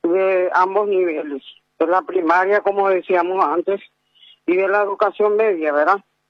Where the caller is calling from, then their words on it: Asunción, Paraguay; Estoy hablando desde Asunción.